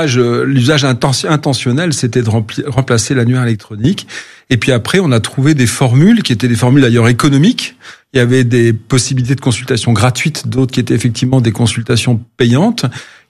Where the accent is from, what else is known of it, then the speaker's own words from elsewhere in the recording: Corsica, France; born there; Alors, je suis né en Corse, ma mère était provençale, du pied de la Sainte-Victoire, du côté d'Aix-en-Provence